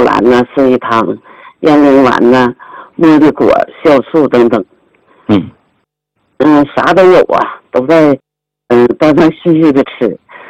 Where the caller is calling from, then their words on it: Harbin, Heilongjiang, China; 我是来自黑龙江哈尔滨的，